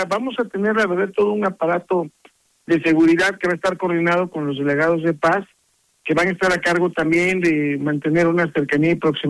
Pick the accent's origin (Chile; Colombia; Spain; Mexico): Mexico; Oaxaca; como somos los oaxaqueños y oaxaqueñas.